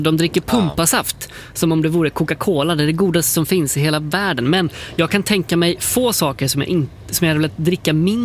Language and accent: Swedish; Småland, Sweden; hemma i Småland